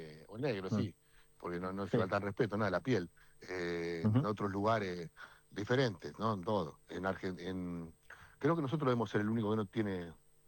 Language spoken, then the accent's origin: Spanish; Argentina; Yo me siento muy, muy argentino y no sé.